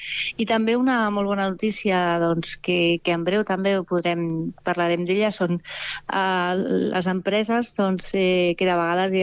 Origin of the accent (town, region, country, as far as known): Mollet del Vallès, Catalonia, Spain